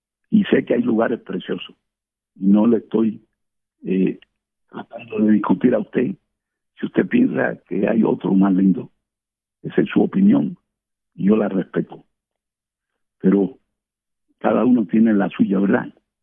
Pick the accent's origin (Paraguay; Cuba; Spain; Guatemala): Cuba; nosotros los caribeños. ¿Sí? Yo me incluyo porque yo soy cubano